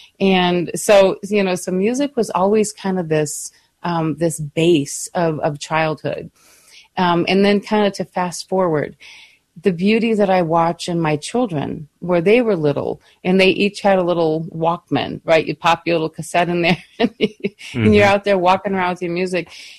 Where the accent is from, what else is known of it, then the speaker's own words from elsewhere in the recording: Michigan, United States; as children growing up in Michigan. You know, we were literally on the lake shore growing up. That was my home. I mean, on the lake.